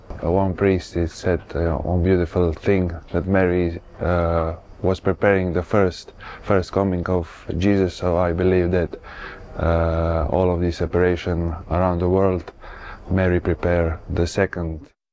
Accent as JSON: {"language": "English", "country": "Croatia", "said": "From Croatia."}